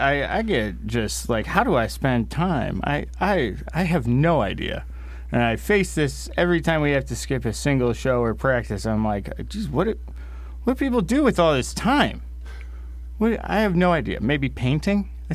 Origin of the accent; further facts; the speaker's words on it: Chicago, Illinois, United States; I don't know California that well because I'm from Chicago.